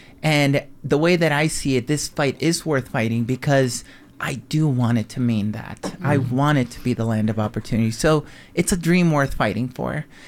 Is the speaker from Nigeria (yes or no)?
no; Mexico; now in United States; growing up in Mexico